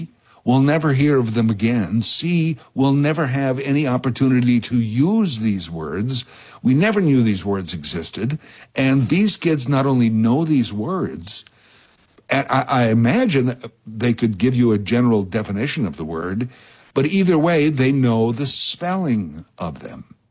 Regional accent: Canada; I mean, it's a great part of being a Canadian is having two seasons, hockey season and the off season.

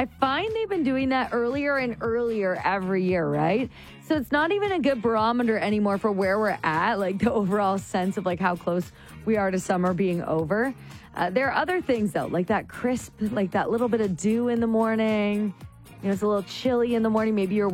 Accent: Ontario, Canada; I'm my hometown is just north of the city of Toronto.

